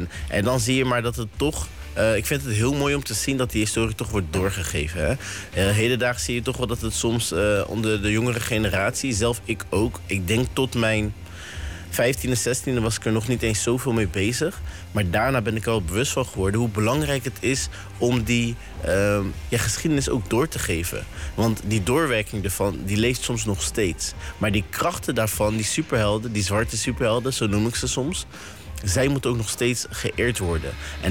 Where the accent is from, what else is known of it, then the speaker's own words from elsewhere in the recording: Aruba; zelf ben ik een Arubaan.